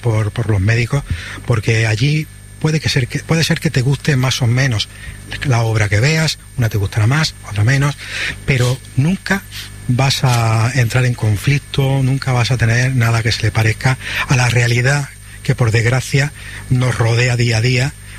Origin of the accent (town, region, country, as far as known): Almería, Andalusia, Spain